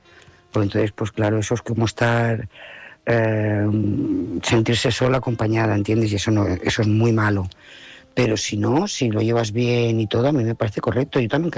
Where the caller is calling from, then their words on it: Lloret de Mar, Catalonia, Spain; Lloret de Mar